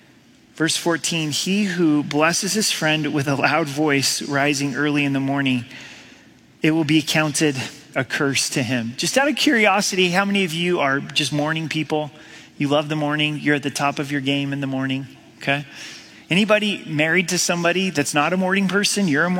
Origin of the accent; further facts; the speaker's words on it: Pacific Northwest, United States; now in Colorado, United States; I'm from the Northwest, and it can rain for days, right? It just rains and rains and rains.